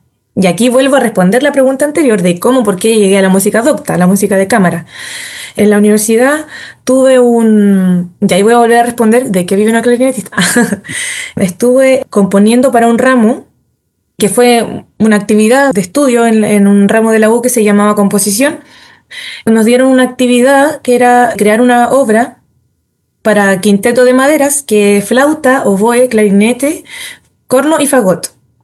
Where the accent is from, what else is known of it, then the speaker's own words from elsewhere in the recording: Osorno, Los Lagos, Chile; es de mi pueblo, de Osorno.